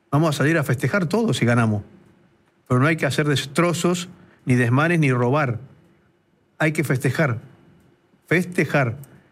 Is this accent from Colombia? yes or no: no; Argentina; sabemos que los argentinos somos muy futboleros